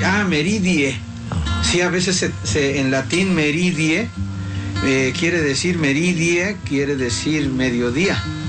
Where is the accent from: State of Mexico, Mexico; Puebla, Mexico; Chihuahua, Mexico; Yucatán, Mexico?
Puebla, Mexico; Tlachichuca; moved away as an adult; yo salí de 17, de 18 años del pueblo